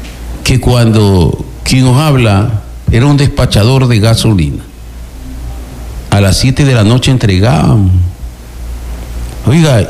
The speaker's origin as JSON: {"language": "Spanish", "region": "Manabí", "country": "Ecuador", "moved": "yes", "said": "yo soy de Juntas del Pacífico, y lo digo sin ningún empacho. Y lo reconozco. Yo siempre añoro mi tierra y voy."}